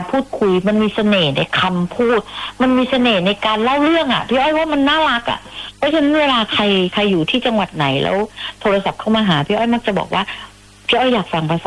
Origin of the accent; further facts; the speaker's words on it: Southern Thailand, Thailand; อยากพูดได้ทุกสำเนียงเลยนะเพราะว่าตัว … เป็นคนใต้เนี่ย … ก็พูดออกทองแดงเพราะว่า … ไม่ได้อยู่ใต้ตลอดเวลา